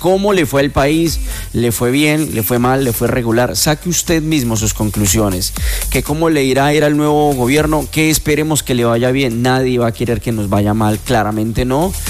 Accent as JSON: {"language": "Spanish", "country": "Colombia", "said": "los que nos beneficiamos somos nosotros los colombianos"}